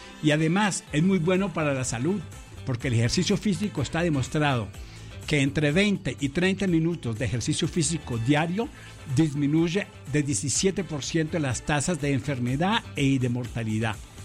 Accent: Cali, Valle del Cauca, Colombia; moved away; Cuando yo estaba pequeño en Cali

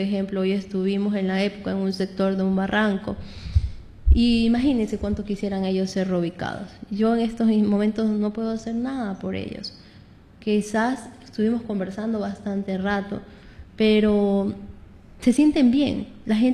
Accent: Calceta, Manabí, Ecuador; now in Manta, Ecuador; tengo 27 años viviendo aquí en Manta, pero yo soy de Calceta.

